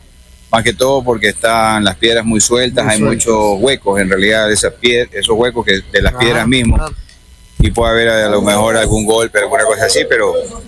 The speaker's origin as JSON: {"language": "Spanish", "region": "Coast", "country": "Ecuador", "said": "yo como costeño me coge un poquito de altura"}